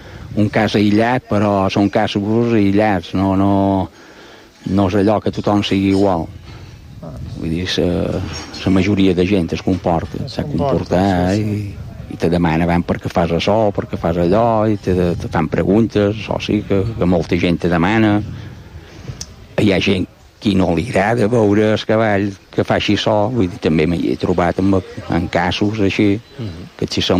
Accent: Ciutadella, Balearic Islands, Spain; jo vaig començar a Ciutadella, som de Ciutadella i vaig començar allà.

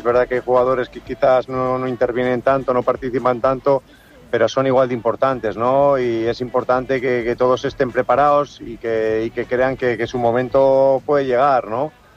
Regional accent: La Rioja, Spain; somos los dos riojanos, el de Aro.

